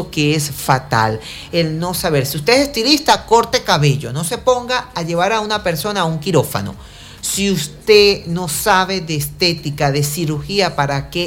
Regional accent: Venezuela

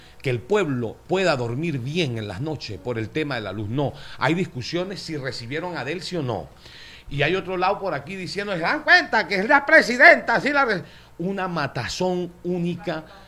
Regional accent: Venezuela; yo soy venezolano.

